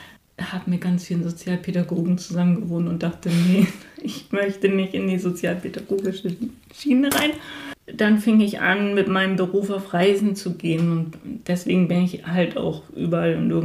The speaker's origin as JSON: {"language": "German", "region": "Lower Saxony", "country": "Germany", "tie": "born there", "moved": "yes", "lives_now": "Dobis, Germany", "said": "Ich bin ständig unterwegs gewesen. Also meine längste Zeit, dass ich irgendwo wohne, ist wirklich Dobis. Und geboren bin ich in Ostfriesland."}